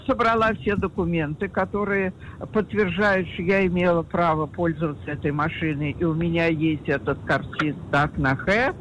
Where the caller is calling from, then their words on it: Tirat Carmel, Haifa District, Israel; я из Тират-Кармель.